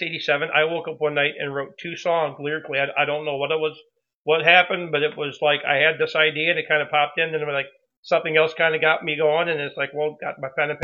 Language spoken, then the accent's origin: English; Marseilles, Illinois, United States; Born and raised in Marseilles, Illinois. I've been back and forth to, like, Arizona a few times, but there's no place like a home, they say, so I'm back in Marseilles, and I went to Marseilles High School, graduated in 1979.